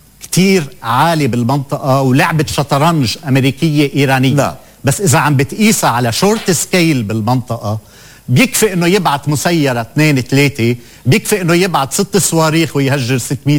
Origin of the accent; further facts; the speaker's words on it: South Governorate, Lebanon; born there; انا جاي هلا من شعبي، من ارضي، من ناسي، ضيعتي على تخوم الزهراني، بعدها لحد هلا بمنأى عن انذارات الاخلاء يلي طالت وانتقلنا من شمال الليطاني لشمال الزهراني